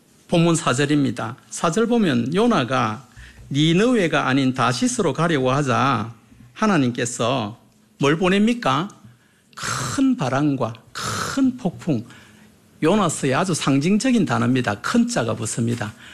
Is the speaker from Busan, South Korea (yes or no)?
yes; Busan, South Korea; moved away as an adult; now in Jeolla, South Korea; 저는 부산 사람인데